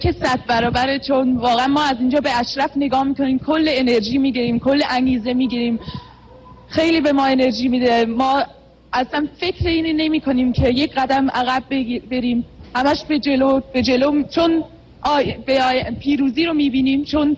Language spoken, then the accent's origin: Persian; Switzerland; born there; Persian is a second language; از سوئیس. من همینجا تو سوئیس به دنیا اومدم، متاسفانه هیچ ایران نبودم، ایرانو ندیدم، در کنار هموطنانم زندگی نتونستم بکنم.